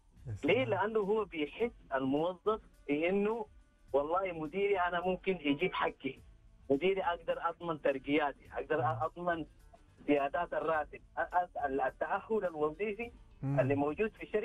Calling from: Jeddah, Makkah Province, Saudi Arabia

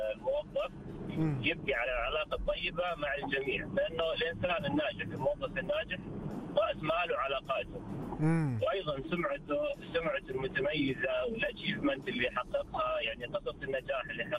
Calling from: Eastern Province, Saudi Arabia; من الشرقية.

